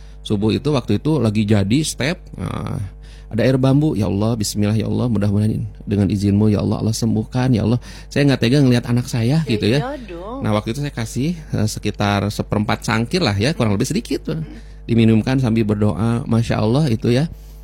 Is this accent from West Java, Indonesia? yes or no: yes; Bandung, West Java, Indonesia; Saya dari Bandung juga macet itu dalam kota.